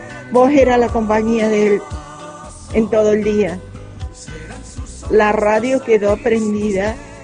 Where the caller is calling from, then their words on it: San Luis, Argentina; Te mando un abrazo de aquí de San Luis.